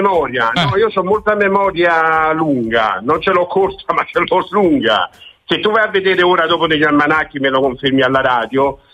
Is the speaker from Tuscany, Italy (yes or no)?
yes; Florence, Tuscany, Italy; Paolo, io ho l'abbonamento e vengo da Firenze